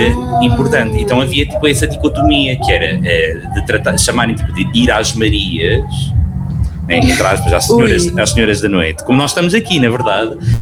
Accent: Chaves, Norte, Portugal; lá em cima eu sou de Chaves.

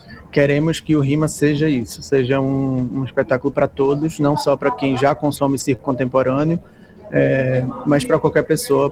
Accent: Malaysia; Portuguese is a second language; moved away as an adult; now in Portugal; Eu sou da Malásia.

